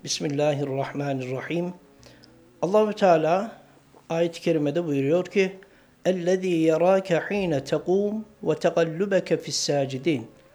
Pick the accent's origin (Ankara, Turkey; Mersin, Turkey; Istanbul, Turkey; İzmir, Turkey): Ankara, Turkey; Beypazarı; Ülkemizin çeşitli yerlerinde imamlık vazifesini yaptıktan sonra aslen Beypazarlıyım ve şu anda halihazırda Keçiören, Esertepe Dilek Camii'nde İmam Hatip olarak görev yapmaktayım.